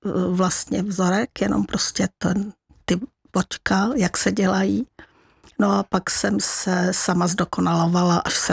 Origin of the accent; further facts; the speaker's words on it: Kladruby, Plzeň Region, Czechia; Já jsem z Kladrob u Stříbra.